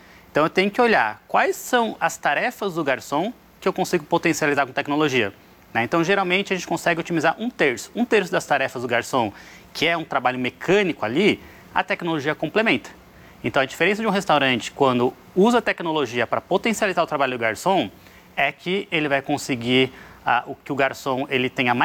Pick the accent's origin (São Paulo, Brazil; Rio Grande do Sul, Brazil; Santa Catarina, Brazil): São Paulo, Brazil; Bragança Paulista; pais tinham restaurante, meus tios tinham restaurante, lá em Bragança Paulista, cidade do interior, e me mudei de Bragança para Sorocaba para fazer faculdade de engenharia mecatrônica.